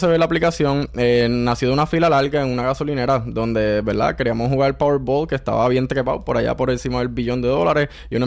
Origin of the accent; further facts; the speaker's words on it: Toa Alta, Puerto Rico; also born or lived in Mayagüez; soy de Toa Alta. Y de Mayagüez. Se me hace difícil escoger entre esas dos.